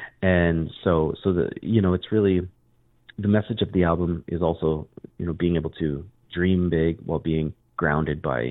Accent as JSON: {"language": "English", "region": "Saskatchewan", "country": "Canada", "tie": "born or raised there", "lives_now": "Saskatoon, Canada", "said": "I'm from Saskatoon. I grew up in small town Saskatchewan, kind of southeast Saskatchewan, in a small town of 1,100 people."}